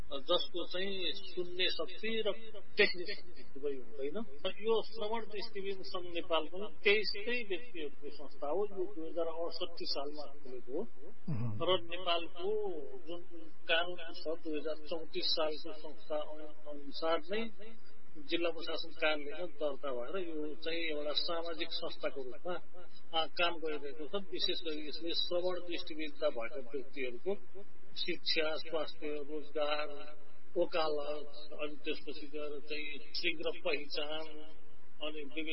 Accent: Dhading, Bagmati, Nepal; also born or lived in Kathmandu; now in Pokhara, Nepal; मेरो खास घर चाहिँ धादिङ हो, म अहिले पोखरा बस्छु र बाल्यकाल धादिङतिरै बित्यो, त्यसपछि काठमाडौँमा पढियो, पछि जागिरको सिलसिलामा पोखरा आयो

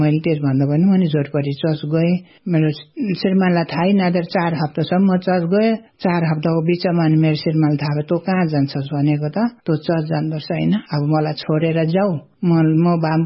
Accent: Sindhupalchok, Bagmati, Nepal; मेरो गाउँ घर चाहिँ सिन्धुपाल्चोक हो।

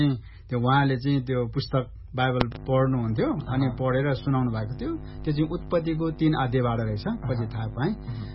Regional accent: Banspod, Gandaki Province, Nepal; first language Tamang; Nepali is a second language; जन्म लमजुङ जिल्लाको त्यति बेलाको नौथर गाविसमा वडा नम्बर 2 बाँसपोड गाउँ भन्छ, त्यहाँ मेरो जन्म भएको हो र म त्यहाँ हुर्केको हुँ।

